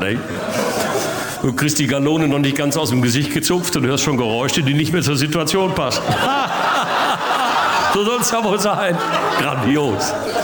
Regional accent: North Rhine-Westphalia, Germany; Jetzt komme ich aus dem Ruhrgebiet und wir bei uns zu Hause, das werden Sie nicht kennen, wir sind ja, sogenannte Wirkungstrinker.

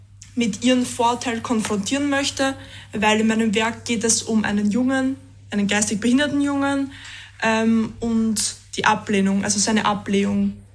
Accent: Tyrol, Austria; now in Ireland; Ich liebe Tirol, es ist meine Heimat, aber manchmal würde ich sagen, braucht man Abstand

